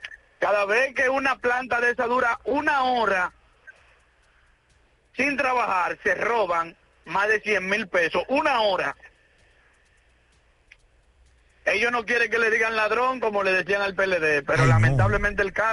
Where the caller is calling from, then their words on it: Piedra Blanca, Monseñor Nouel, Dominican Republic; Yo soy de Piedra Blanca de Bonao y vendo en Santo Domingo.